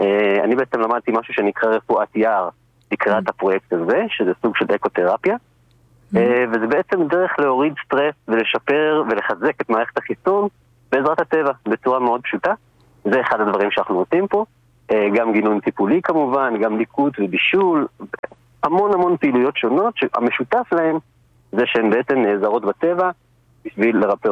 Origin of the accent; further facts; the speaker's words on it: Dafna, Northern District, Israel; now in Dafna, Israel; אני מדפנה במקור, הקיבוץ כמובן פונה